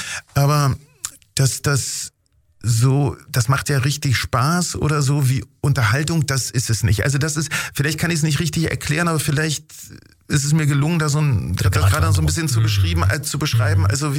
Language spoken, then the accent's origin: German; Berlin, Germany; born there; Berlin, Spandau.